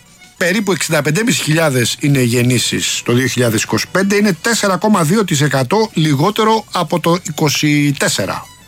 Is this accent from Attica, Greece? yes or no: yes; Rafina, Attica, Greece; θα πάμε στη Ραφίνα αργότερα, την πατρίδα μου